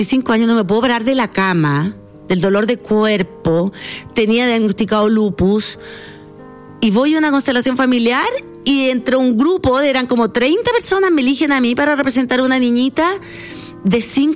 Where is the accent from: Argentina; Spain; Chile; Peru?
Chile; moved away as an adult; now in Europe; Nos fuimos a vivir a Europa porque … yo soy croata y alemana, pero fui criada … completamente chilena.